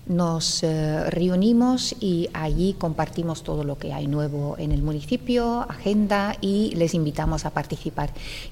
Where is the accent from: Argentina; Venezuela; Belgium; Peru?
Belgium; now in Granada, Spain; Digo, pues no me siento española. porque tengo la nacionalidad belga y al final donde uno haya nacido marca mucho también. Pero no me siento de fuera, me siento parte de aquí, me siento parte de la comunidad, me siento alfacina